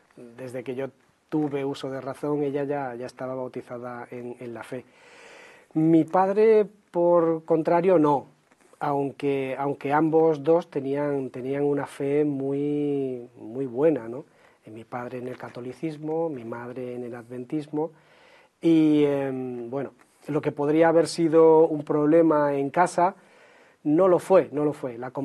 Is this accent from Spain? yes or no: yes; Cabra, Andalusia, Spain; born there; Nací en un pueblo, ciudad del sur de la provincia de Córdoba, llamado Cabra. Ajá. Cabra de Córdoba. Digo que es ciudad porque realmente tiene estatus de ciudad. Más de 20.000 habitantes, no es un pueblito de 500